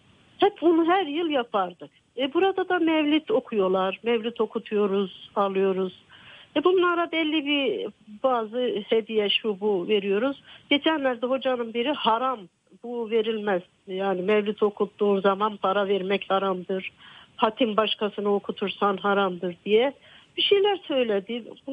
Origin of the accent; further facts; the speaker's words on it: Erzurum, Turkey; Gün izliyorum sizi. Ben teşekkür de Erzurumluyum.